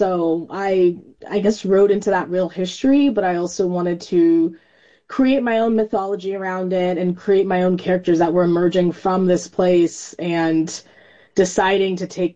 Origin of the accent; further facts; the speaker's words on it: California, United States; I'm from California